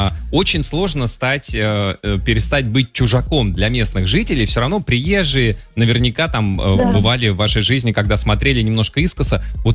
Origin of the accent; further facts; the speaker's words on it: Moscow, Russia; я как москвич